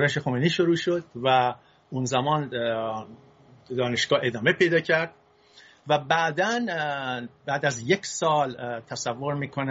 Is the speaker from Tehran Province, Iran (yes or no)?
no; Isfahan, Iran; also born or lived in Fasa; من تو سال 1337 در شهر فاسا متولد شدم، یکی از شهرهای استان فارس.